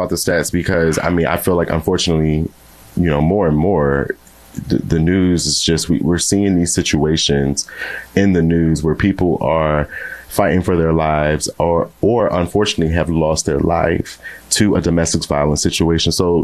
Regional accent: Maryland, United States; now in Philadelphia, United States; I'm born and raised in Southern Maryland.

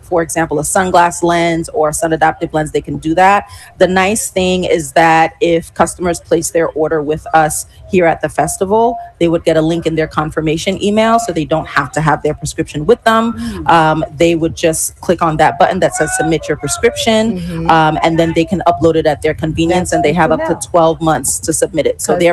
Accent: New York, United States; born or raised there; now in College Park, Maryland, United States

